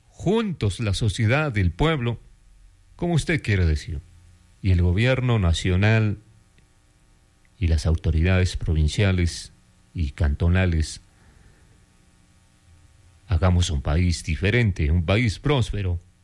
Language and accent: Spanish; Ecuador